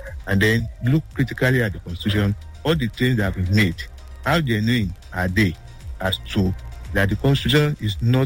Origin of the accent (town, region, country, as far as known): Nigeria